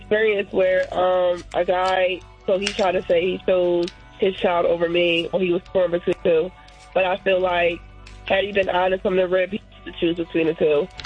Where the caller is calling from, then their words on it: New Jersey, United States; I'm calling from Jersey.